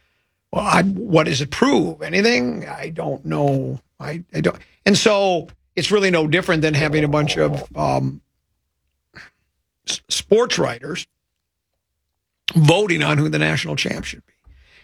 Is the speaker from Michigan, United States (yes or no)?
yes; Detroit, Michigan, United States; You know, I was born in Detroit. You know, we learned to count Detroit.